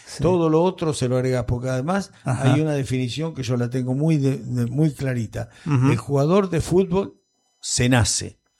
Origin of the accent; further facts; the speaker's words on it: Argentina; Nosotros en Argentina no podemos